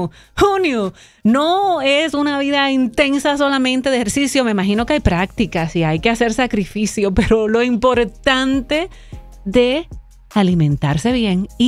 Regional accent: Puerto Rico; el ganador y el primer y segundo lugar fueron unos hermanos de Puerto Rico, de donde soy

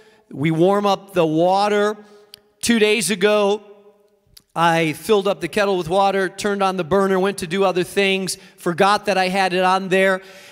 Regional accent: Spain; moved away; I grew up in Spain. Spain has strong coffee. I like my coffee strong.

